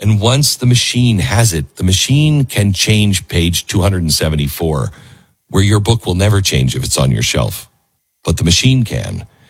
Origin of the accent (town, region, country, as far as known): Seattle, Washington, United States; born or raised there; moved away